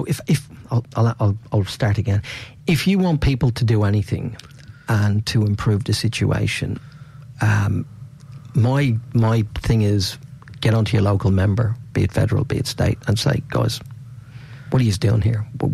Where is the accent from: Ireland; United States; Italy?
Ireland; And I come from Ireland. We had a history of it, unfortunately. And we still there's still a little bit of it there.